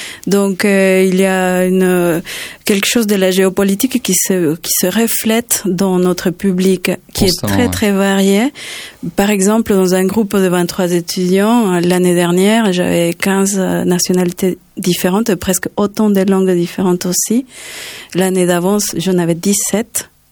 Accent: Venezuela; French is a second language; now in Toulouse, France; j'enseignais déjà le français au Venezuela, mon pays d'origine.

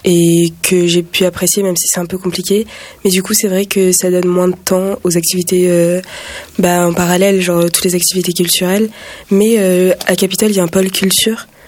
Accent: Lille, Hauts-de-France, France; moved away as an adult; now in Toulouse, France; Et moi, je viens de Lille.

